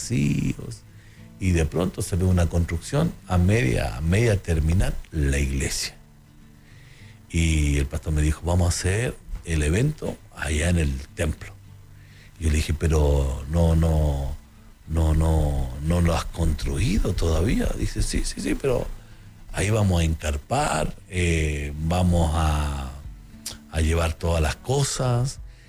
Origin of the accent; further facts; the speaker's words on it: Chile; Nosotros somos querendones como chilenos